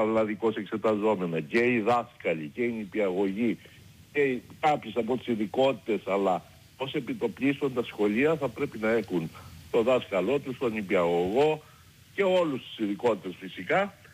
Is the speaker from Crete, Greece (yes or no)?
yes; Viannos, Crete, Greece; το χωριό μου, η Βιάνος, ένα χωριό το οποίο είναι αδυσπρόσιτο